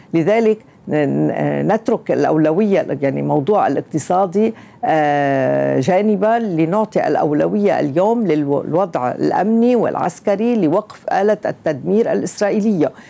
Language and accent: Arabic; Lebanon; نحن كلبنانيين